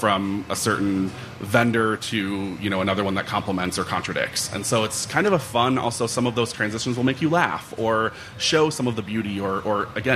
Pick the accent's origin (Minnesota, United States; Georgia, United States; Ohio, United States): Minnesota, United States; Edina; also born or lived in Duluth; Yeah, I was born in Duluth, grew up in Edina. So in the Twin Cities, we would go every year.